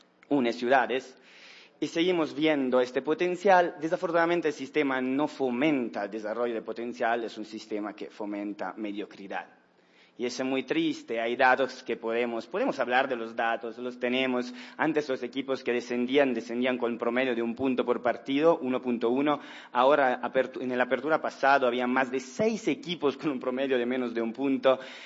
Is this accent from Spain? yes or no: no; Mexico; es el único momento que como mexicanos, italianos, este país está unido